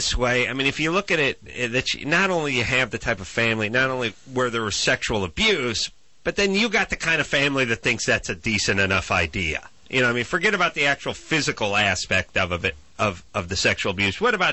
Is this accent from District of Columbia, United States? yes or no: no; Los Angeles, California, United States; I grew up in Los Angeles